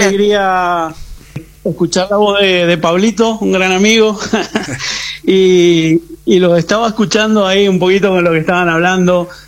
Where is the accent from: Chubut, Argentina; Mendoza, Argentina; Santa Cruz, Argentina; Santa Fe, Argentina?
Mendoza, Argentina; moved away